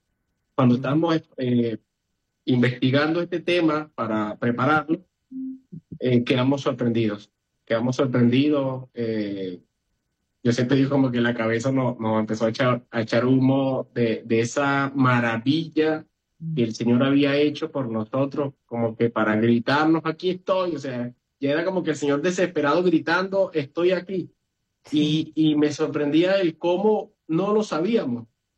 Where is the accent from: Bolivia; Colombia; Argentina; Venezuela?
Venezuela; moved away as an adult; now in Magdalena del Mar, Peru; Como dice mi esposa, somos venezolanos, migramos, nos tocó migrar acá al Perú